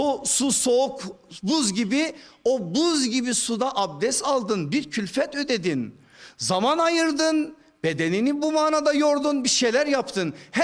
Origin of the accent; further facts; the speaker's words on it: Erzurum, Turkey; Ben Erzurumluyum, biraz önce de söyledi kardeşimiz.